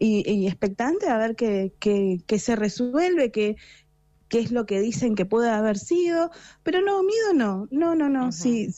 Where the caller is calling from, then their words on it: Río Mayo, Chubut, Argentina; yo soy de Río Mayo, una localidad muy alejada de lo que es el valle, incluso la cordillera, estamos bien al sudoeste, digo cordillera, me refiero al Lago Puelo, por ahí que son localidades un poco más mencionadas que las nuestras